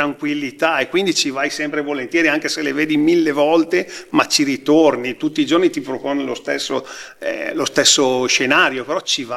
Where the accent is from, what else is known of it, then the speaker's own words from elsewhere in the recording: Trigolo, Lombardy, Italy; Io vengo da Trigolo, zona dove comunque l'irrigazione antica a scorrimento è quella più famosa